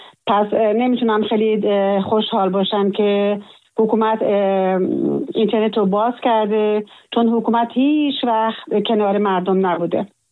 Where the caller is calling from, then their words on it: Iran; من عاشق کشورم ایران هستم، عاشق وطنم ایران هستم